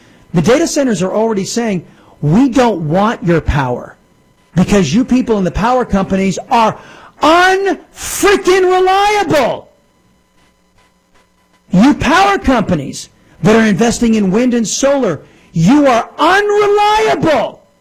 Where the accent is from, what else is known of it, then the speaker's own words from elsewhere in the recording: United States; we Americans